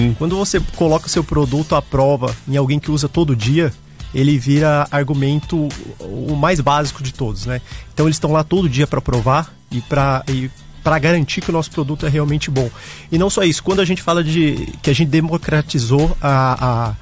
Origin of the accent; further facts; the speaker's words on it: São Paulo, Brazil; eu sou do interior de São Paulo também, eu vou direto ali pra Marília.